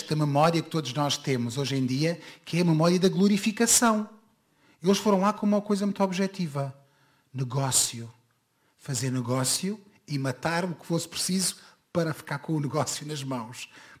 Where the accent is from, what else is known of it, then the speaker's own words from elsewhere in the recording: Portugal; eu gosto muito do meu país, não tenho nada contra o meu país